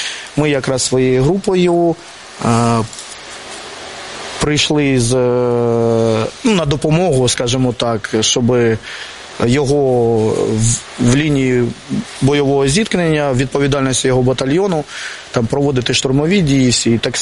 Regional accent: Kharkiv, Kharkiv Oblast, Ukraine; ми харків'яни

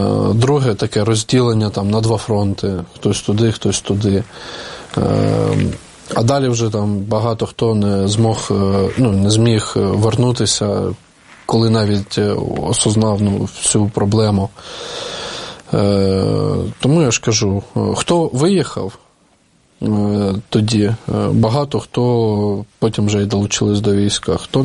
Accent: Donetsk Oblast, Ukraine; moved away as an adult; also born or lived in Kharkiv; Після там 14-го року, подій там у Слов'янську, я просто виїхав з Донецької області, вже там продовжував жити в Харкові, ну і далі.

